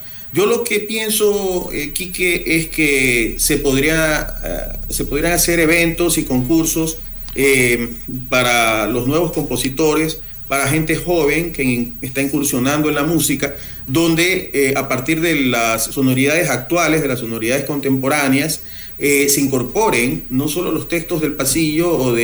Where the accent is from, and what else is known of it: Ecuador